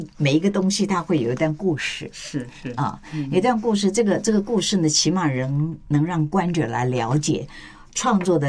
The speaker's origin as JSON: {"language": "Chinese", "country": "Taiwan", "said": "是，就不能像我们台湾人说啊，边行边看啦。"}